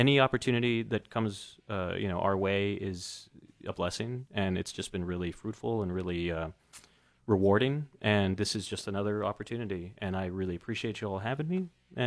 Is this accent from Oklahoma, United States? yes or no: no; Laredo, Texas, United States; We're both from Laredo, Texas, or we're all from Laredo, Texas.